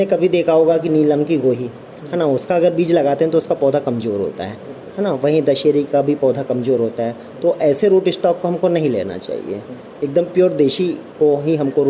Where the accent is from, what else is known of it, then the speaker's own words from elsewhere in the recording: Balaghat, Madhya Pradesh, India; जैसे हम बालाघाट के निवासी हैं